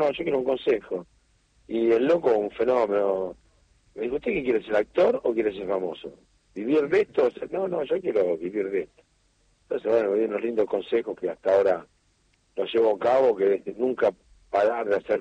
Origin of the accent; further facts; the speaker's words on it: Escobar, Buenos Aires Province, Argentina; now in San Isidro, Argentina; Ahora estoy viviendo en San Isidro, pues yo soy oriundo de Escobar, muy conocida en una época por ser la capital nacional de la flor.